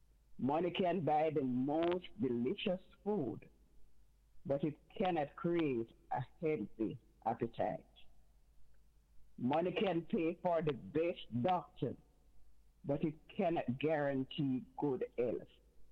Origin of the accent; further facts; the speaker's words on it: Jamaica; Honestly, Uncle Wingie, I was in Jamaica growing up on Emancipation Day.